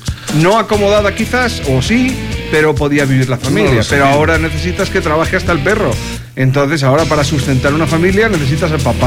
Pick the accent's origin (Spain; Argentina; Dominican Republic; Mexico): Spain; en mi tierra, tú no eres capaz de sustentarte. O sea, un salario medio en España, que va a parecer muy alto, ¿verdad?